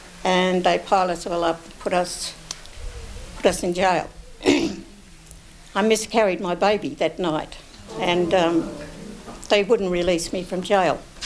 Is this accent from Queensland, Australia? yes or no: no; New South Wales, Australia; I'm not an Australian. I've been Bigamore Gomeroi for 100,000 years